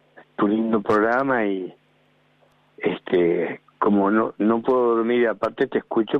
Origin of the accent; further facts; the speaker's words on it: Caseros, Buenos Aires Province, Argentina; now in Hurlingham, Argentina; Yo, mi infancia vivía en Caseros.